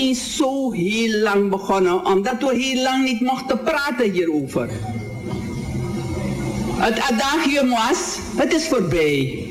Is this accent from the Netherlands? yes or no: no; Suriname; wij als Surinamers nu met elkaar in deze Mamio-samenleving met elkaar verder moeten. Maar ook omdat ook mijn voorouders uit Afrika kwamen.